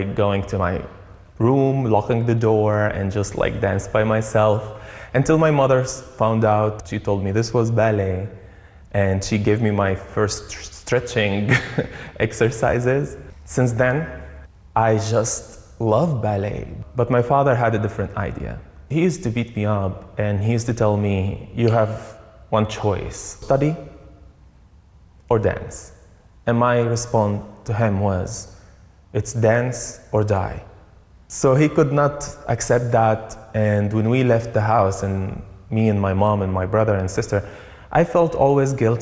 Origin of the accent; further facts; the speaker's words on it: Damascus, Damascus Governorate, Syria; I am a dancer. I was born in Syria, in a refugee camp for stateless refugees in Damascus, Syria.